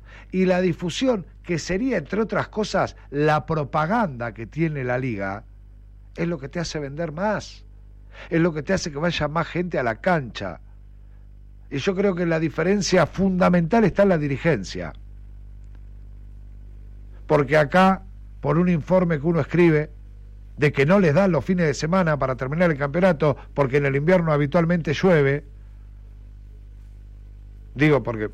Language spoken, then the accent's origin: Spanish; Tres Arroyos, Buenos Aires Province, Argentina; moved away; yo nací y me crié en aquella zona, en Tres Arroyos.